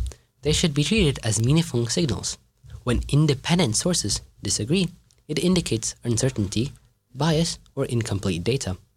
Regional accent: India; I'm from India and also 15.

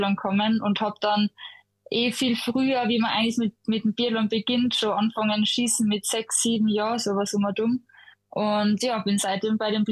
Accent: Innsbruck, Tyrol, Austria; born or raised there; also born or lived in Hall in Tirol

